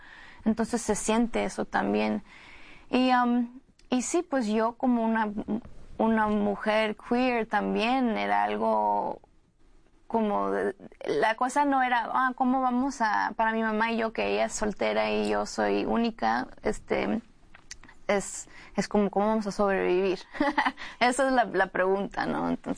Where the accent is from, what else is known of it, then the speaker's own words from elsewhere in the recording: Cancún, Quintana Roo, Mexico; born there; porque yo nací en Cancún. Entonces, y mi familia es huasteca tenec y somos gente tropical